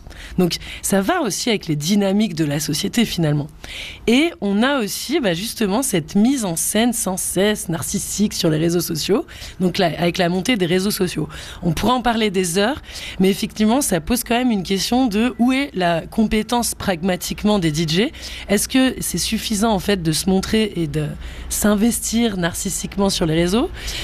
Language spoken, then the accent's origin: French; France; je mixais dans des petits bars, justement, en Haute-Savoie, à Lyon, en Rhône-Alpes, puisque je suis française.